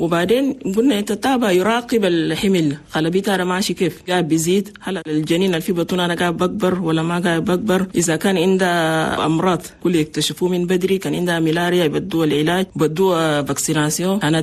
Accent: Chad; لأن نحن عندنا في تشاد نسبة موت عن الأمهات

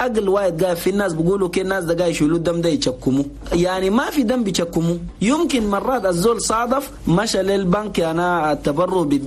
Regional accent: Chad; نقول لأخواننا المواطنين جميعا في بلدنا تشاد

